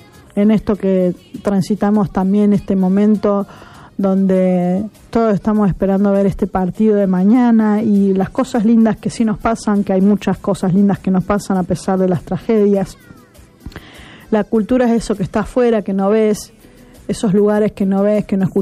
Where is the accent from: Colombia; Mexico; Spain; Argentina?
Argentina; Santa Fe; nos acompaña como santafesinos